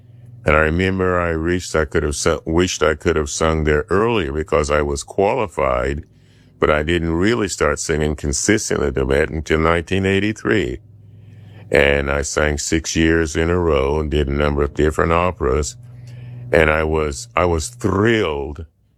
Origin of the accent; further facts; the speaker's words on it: Centerville, Iowa, United States; when I was a kid growing up in Centerville, Iowa, I didn't think I'd get farther east maybe than Chicago.